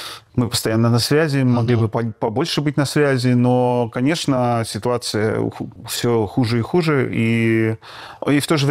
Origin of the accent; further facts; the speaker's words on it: Odesa, Odesa Oblast, Ukraine; born there; родился в городе Одессе. Угу. И, в принципе, ну, скажем так, внутренне никуда оттуда не уезжал.